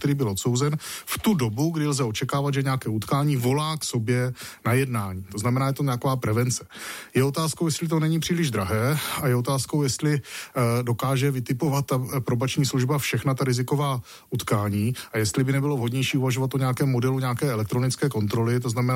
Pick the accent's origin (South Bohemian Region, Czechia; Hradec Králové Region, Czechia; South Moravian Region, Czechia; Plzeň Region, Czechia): South Moravian Region, Czechia; Brno; moved away as an adult; now in Prague, Czechia; Já jsem z Brna. Abych uvedl věc na pravou míru. A v Praze už jsem tedy poměrně dlouho, pohybuji se tady skoro už 20 let